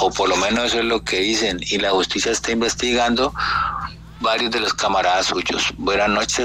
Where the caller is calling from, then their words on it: Cali, Valle del Cauca, Colombia; le hablo desde Cali